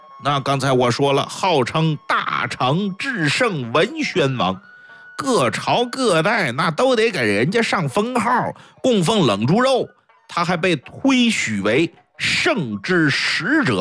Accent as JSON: {"language": "Chinese", "country": "China"}